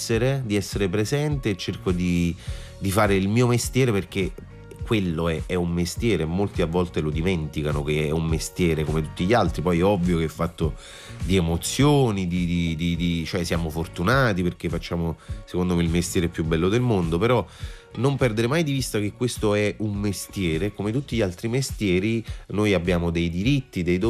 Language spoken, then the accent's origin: Italian; Naples, Campania, Italy